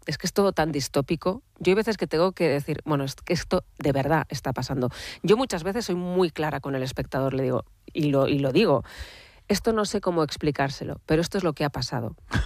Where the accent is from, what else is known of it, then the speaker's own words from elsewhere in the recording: Pamplona, Navarre, Spain; also born or lived in Falces; al pueblo de mi padre, a Falces, a mi tierra, a Navarra, a Pamplona.